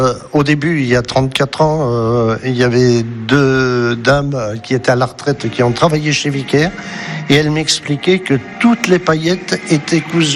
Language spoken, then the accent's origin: French; Nouvelle-Aquitaine, France; Et je lui expliquais donc que j'étais du Limousin, que pendant la guerre, j'ai de la famille qui a été brûlée à Oradour-sur-Glane.